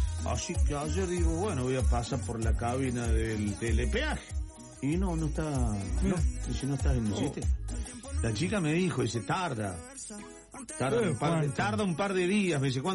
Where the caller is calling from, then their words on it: Pozo del Molle, Córdoba, Argentina; de Pozo del Moll, de Chabatón, y estoy con Vale escuchándolo como siempre, fieles oyentes.